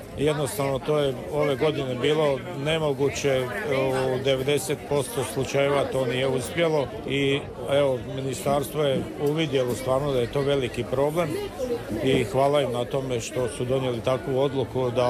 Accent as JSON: {"language": "Croatian", "town": "Koritna", "region": "Osijek-Baranja County", "country": "Croatia"}